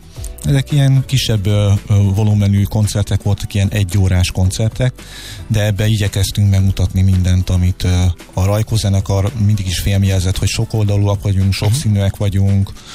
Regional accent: Hungary; de azért csak itt élünk Magyarországon, magyarok vagyunk, mi is ugyanúgy.

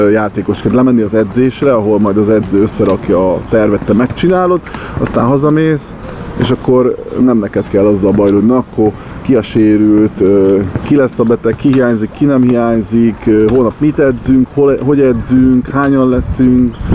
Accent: Orosháza, Békés, Hungary; also born or lived in Tata / Tatabánya; now in Szeged, Hungary; Gyakorlatilag Orosházán születtem, ott nőttem föl, Szegeden voltak a legszebb éveim, egymáshoz 40 perc távolságra van, szóval én egész fél életemet ezen a 40 percen éltem

